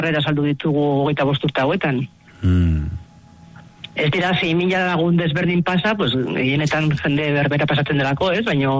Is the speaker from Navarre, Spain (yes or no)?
yes; Pamplona, Navarre, Spain; now in Basaburua, Spain; ni Iruñekoa naiz, baina Basaburuan bizi naiz.